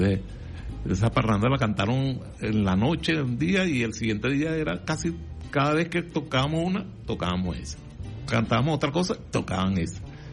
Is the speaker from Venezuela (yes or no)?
yes; Venezuela; tú como venezolano sientes, tú escuchas un joropo y algo te mueve